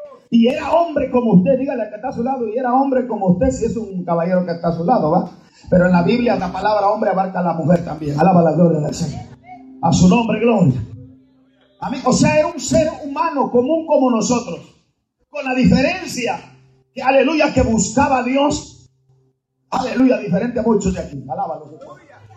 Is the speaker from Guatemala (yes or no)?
yes; Guatemala; ya, hermano, no sé ni de dónde soy. Yo estoy revuelto con hondureños, cubanos. Yo sigo diciendo que soy de Guatemala, pues ya no se me oye igual, hermano.